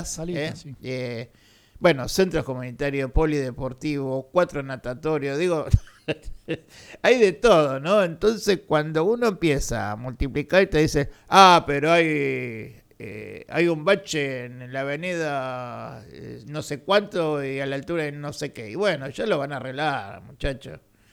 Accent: Partido de la Costa, Buenos Aires Province, Argentina; born there; Soy del Partido de San Martín. Vine muy chico, pero bueno, más de 50 años sé que tengo en la costa, así que. Por adopción, ¿no? pero siempre defendí, es más, digo, es mi lugar en el mundo, el Partido de la Costa.

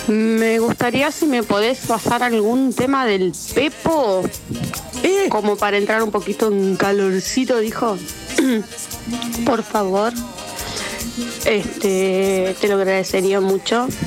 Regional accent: Buenos Aires, Argentina

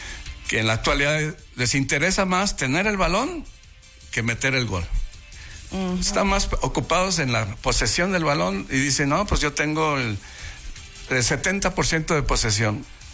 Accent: Mexico

